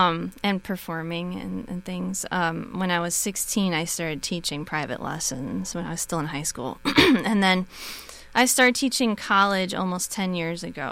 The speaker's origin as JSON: {"language": "English", "town": "Milwaukee", "region": "Wisconsin", "country": "United States", "said": "I'm from Milwaukee originally. But I've moved around a little, but I've always been in Wisconsin."}